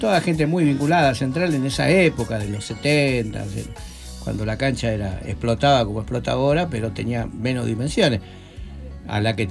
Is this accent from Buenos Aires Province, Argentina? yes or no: no; Rosario, Santa Fe, Argentina; que eran todo el barrio ahí de la Rey Mendoza, el Club Amistad y Unión, el Club Libertad, que esa es la zona donde yo me crié hasta los 18. Que es donde estoy ahora viviendo en la pensión, ahí en la estación Rosario Oeste.